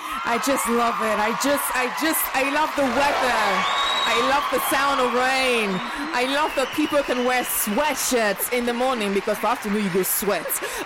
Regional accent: southern Nigeria, Nigeria; because I came from South Nigeria.

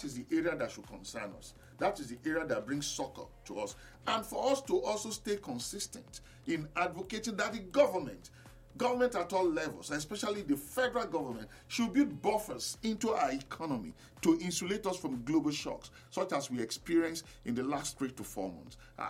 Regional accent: Nigeria; I'm a Nigerian too.

